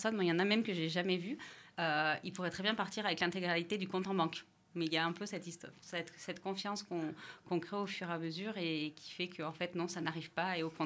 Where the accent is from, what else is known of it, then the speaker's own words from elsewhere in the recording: Auvergne-Rhône-Alpes, France; born there; now in Puy-de-Dôme, France; je suis née dans le Cantal, qui est un département que j'aime profondément